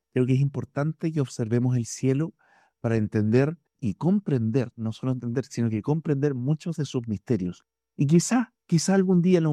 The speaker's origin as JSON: {"language": "Spanish", "town": "La Serena", "region": "Coquimbo", "country": "Chile", "tie": "born there", "said": "yo soy de Chile, nacido en la ciudad de La Serena. Esta región es catalogada como la capital mundial de la astronomía. Tiene los cielos más limpios del mundo"}